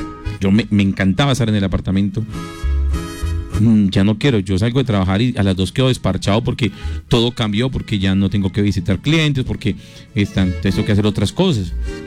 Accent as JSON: {"language": "Spanish", "town": "Pereira", "region": "Risaralda", "country": "Colombia", "said": "yo soy de Pereira"}